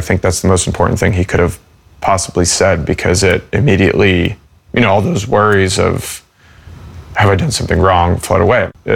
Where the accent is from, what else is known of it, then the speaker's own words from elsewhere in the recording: United States; And I'm an American journalist, and so I'm thinking, why did we do this?